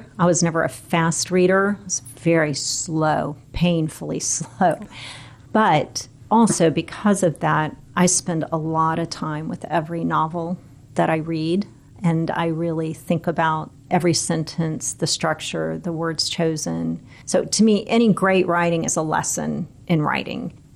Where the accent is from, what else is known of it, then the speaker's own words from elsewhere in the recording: Nashville, Tennessee, United States; born there; now in East Tennessee, United States; I was born in Middle Tennessee, born in Nashville, and the land is different there. You know, it's more rolling hills. And then here in East Tennessee, the mountains really cradle you